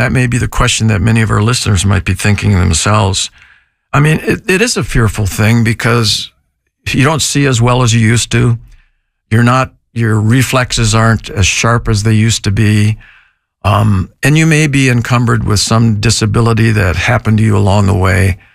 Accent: Sault Ste. Marie, Michigan, United States; I grew up in Sault Ste. Marie, Michigan. And we had 120, 160 inches of snow.

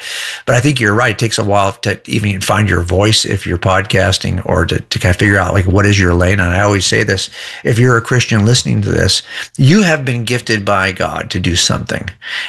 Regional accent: California, United States; I can demonstrate that I'm a Californian by showing you my ID, but don't ask me too many questions about the history, structure, legal systems in California

